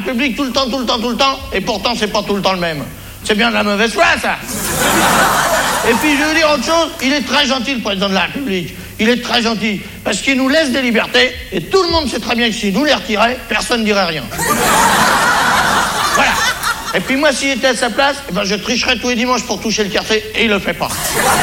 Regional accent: France

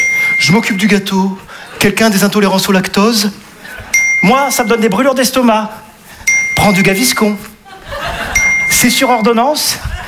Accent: Nice, Provence-Alpes-Côte d'Azur, France; Eh ouais, je suis niçois, les amis. Ouais. Eh ouais. Humoriste niçois.

